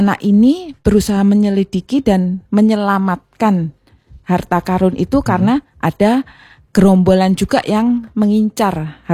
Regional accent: Java, Indonesia; also born or lived in Sumba; Saya orang NTT, tetapi lahir besar di Jawa.

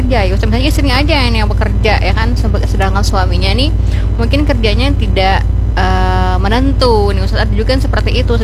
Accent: South Kalimantan, Indonesia; Amun ujar kita orang Banjar tuh, jar Ibu Nana tadi kan

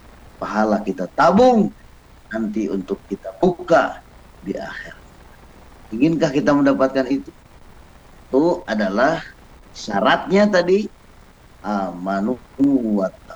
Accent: Bandung, West Java, Indonesia; kita orang Bandung ini penuh kekhawatiran.

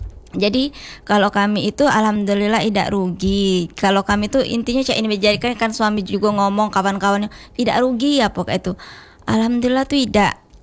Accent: Palembang, South Sumatra, Indonesia; born there; Memang Jawa tapi lahir di Palembang.

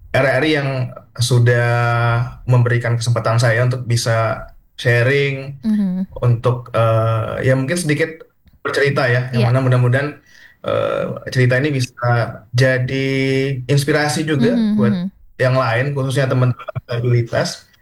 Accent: Palembang, South Sumatra, Indonesia; moved away as an adult; also born or lived in Padang; now in Alahan Panjang, Indonesia; saya lahir dan besar di Palembang

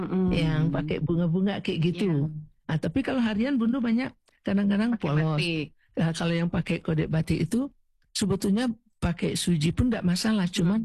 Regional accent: West Sumatra, Indonesia; Kalau kita Minang nggak paka

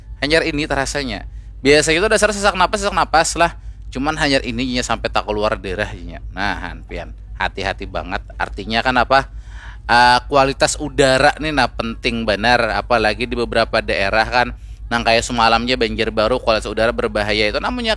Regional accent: South Kalimantan, Indonesia; bahasa kita tuh orang Banjar bekawanan lah, bahasa bekawanan tuh awaknya kan lemak.

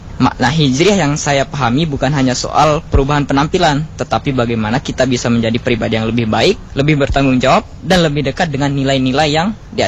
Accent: Mantang, West Nusa Tenggara, Indonesia; saya berasal dari Mantang, Lombok Tengah.

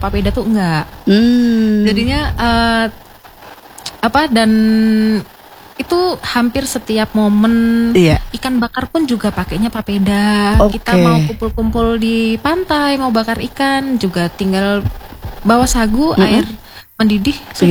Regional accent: Central Java, Indonesia; now in Manokwari, Indonesia; Saya malah dari Jawa Tengah.

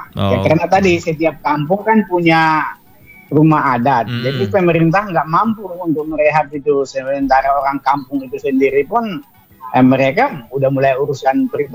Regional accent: North Sumatra, Indonesia; Kalau kami kan asalnya dari Mandailing, Kabupaten Mandailing Natal.

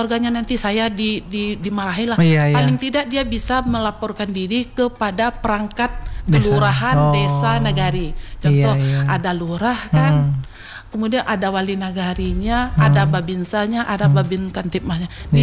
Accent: West Sumatra, Indonesia; kita orang Minang

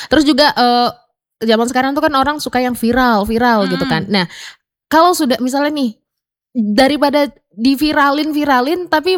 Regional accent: Medan, North Sumatra, Indonesia; kita tuh warga Medan, bangga dan juga harus peduli.

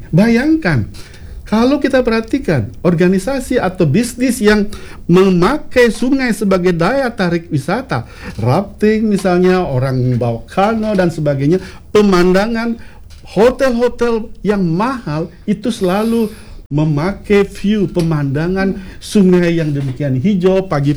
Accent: Bali, Indonesia; Kita orang Bali

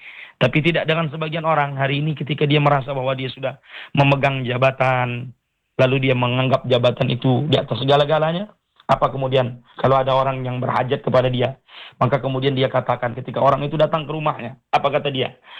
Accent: Palembang, South Sumatra, Indonesia; Ujuk kita orang Palembang, wahai Rasulullah, aku nak berasan.

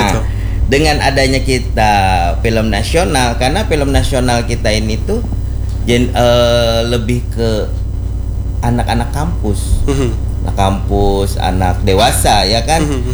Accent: Banjarmasin, South Kalimantan, Indonesia; Nah karena saya di Banjarmasin

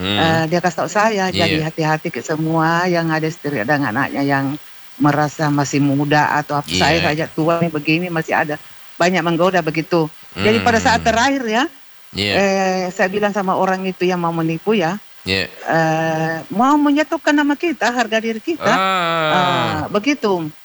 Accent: South Sulawesi, Indonesia; Kita ini Bugis Makassar memang harus lebih dalam itu ilmu sirit napace

